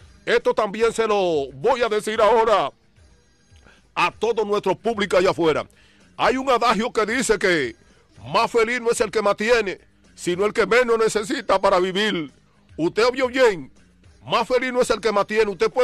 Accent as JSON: {"language": "Spanish", "country": "Dominican Republic", "moved": "yes", "lives_now": "Boston, United States", "said": "como decimos nosotros dominicanos"}